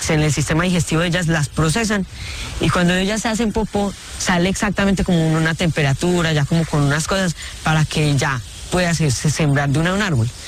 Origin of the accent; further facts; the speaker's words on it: Salento, Quindío, Colombia; desde que yo nací o desde que me criaron acá en Salento, yo siempre estaba muy conectado con la naturaleza.